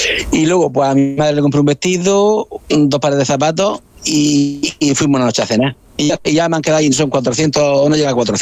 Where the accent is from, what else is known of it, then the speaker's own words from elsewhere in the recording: Puebla de Soto, Region of Murcia, Spain; soy murciano y sobre todo un pueblo pequeño que es Puebla de Soto, un pueblo que está medio olvidado